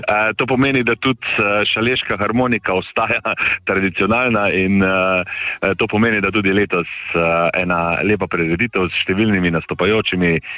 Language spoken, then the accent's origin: Slovenian; Topolšica, Savinja, Slovenia; born there; now in Šmartno ob Paki, Slovenia; v, bom rekel, mojem rojstnem kraju, Topolšici. In že prej, leta in leta nazaj, sem si želel eno tako tekmovanje pripeljati v moj kraj. Čeprav tam ne živim, živim zdaj v Šmartnem opaki, ampak vseeno, tam so moje korenine.